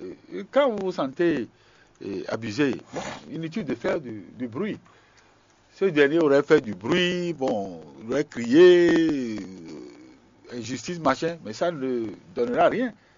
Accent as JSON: {"language": "French", "country": "Benin", "said": "Je suis béninois."}